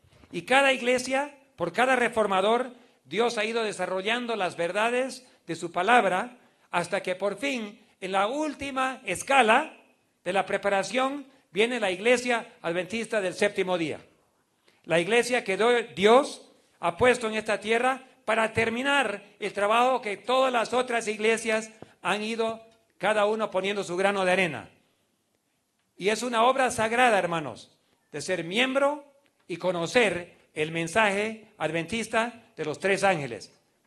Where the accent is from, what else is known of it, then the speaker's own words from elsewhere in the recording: Beni, Bolivia; yo tenía apenas 11 años de edad. Estábamos por volver, yo me crié en el Beni.